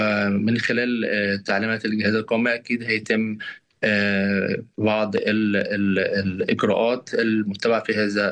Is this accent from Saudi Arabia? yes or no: no; Egypt; إحنا عندنا في مصر